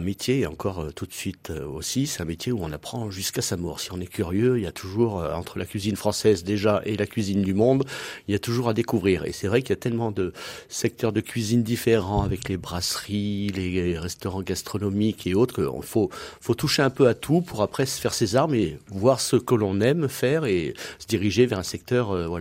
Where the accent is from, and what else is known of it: Auvergne-Rhône-Alpes, France